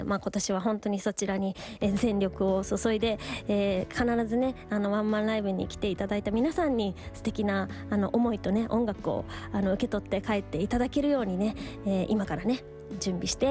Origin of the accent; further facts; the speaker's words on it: Niigata, Japan; 私の地元新潟公演、長岡の音楽食堂にて夜公演が決まっております。